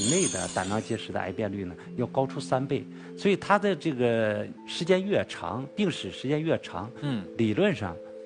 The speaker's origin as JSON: {"language": "Chinese", "country": "China"}